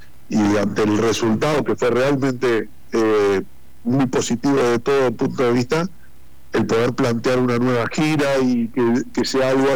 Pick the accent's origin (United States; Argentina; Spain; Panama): Argentina